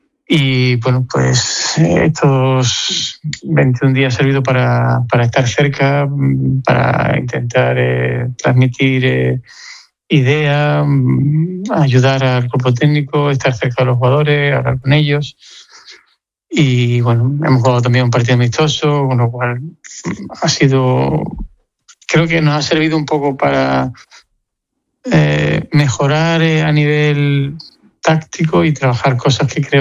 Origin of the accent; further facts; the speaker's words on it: San Fernando, Andalusia, Spain; me dediqué un tiempo a reflotar al club de mi pueblo, San Fernando